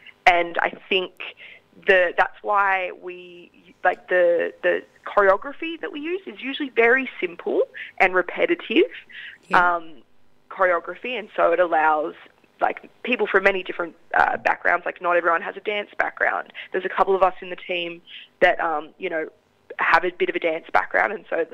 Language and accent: English; New South Wales, Australia; I grew up in the Snowy Mountains on Darrigo Country, which is like sheep and cattle farming area.